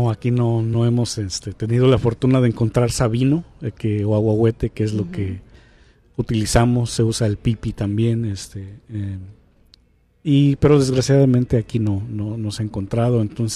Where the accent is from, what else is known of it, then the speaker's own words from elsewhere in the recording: San Sebastián Tecomaxtlahuaca, Oaxaca, Mexico; now in California, United States; originalmente la esencia de esta danza inicias en mi pueblo, San Sebastián Tecomaxtlahuaca.